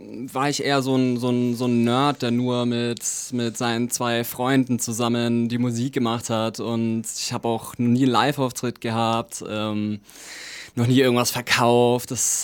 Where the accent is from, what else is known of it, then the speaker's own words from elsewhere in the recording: Stein, Bavaria, Germany; also born or lived in Erlangen; ich komme eigentlich hier aus Nürnberg, aus Stein und habe jetzt die letzten 8 Jahre in Erlangen gewohnt, dort studiert